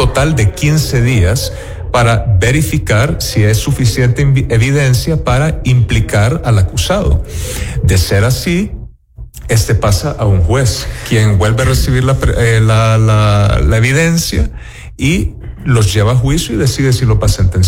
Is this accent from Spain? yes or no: no; El Salvador; yo vengo de El Salvador